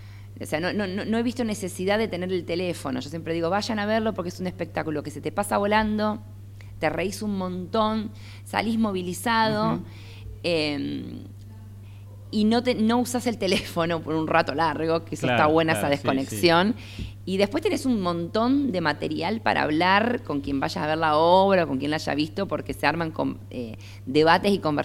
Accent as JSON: {"language": "Spanish", "region": "Santa Fe", "country": "Argentina", "said": "Valorar lo que es nuestro, los santafesinos"}